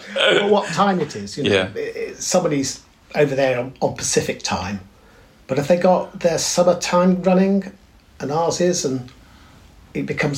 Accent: Liverpool, North West England, United Kingdom; now in Birmingham, United Kingdom; No, you can tell by my accent that I hail from Liverpool.

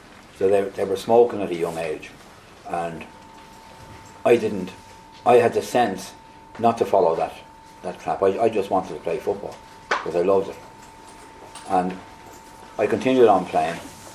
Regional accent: Dublin, Leinster, Ireland; born there; I was born in Dublin my first club was Home Farm Academy in Whitehall, a suburb of Dublin.

